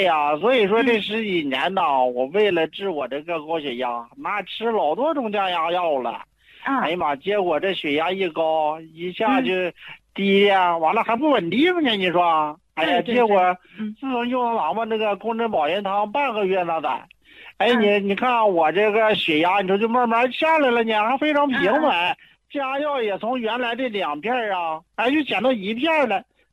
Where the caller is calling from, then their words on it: Shenyang, Liaoning, China; 我今年64了，我是沈阳的一个朋友。